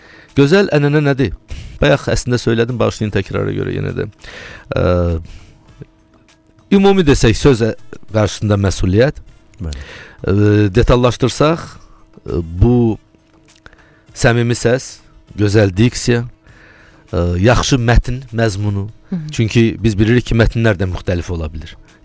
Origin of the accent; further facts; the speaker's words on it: Ujar, Shirvan, Azerbaijan; born there; Mən isə Ucarda doğulmuşam.